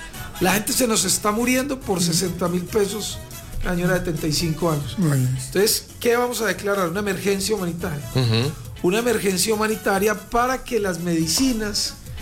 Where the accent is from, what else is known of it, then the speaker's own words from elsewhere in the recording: Colombia; aquí en Colombia salgamos de pobres